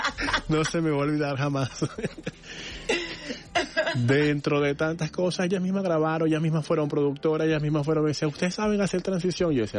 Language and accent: Spanish; Venezuela; nosotros como venezolanos